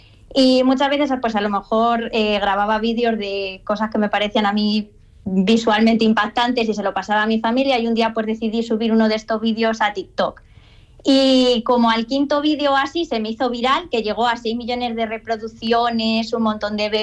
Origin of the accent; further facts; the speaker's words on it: Castilla-La Mancha, Spain; accent: manchego; also born or lived in Lyon, France; yo decía Castilla-La Mancha